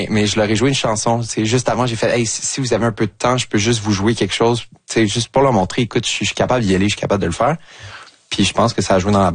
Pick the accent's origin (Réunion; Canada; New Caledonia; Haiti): Canada; Longueuil, Quebec; Moi, j'ai grandi dans le Vieux-Longueuil